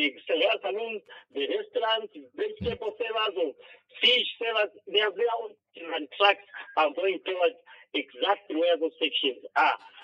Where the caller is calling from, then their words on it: Solwezi, North-Western Province, Zambia; I'm calling you from Solwezi.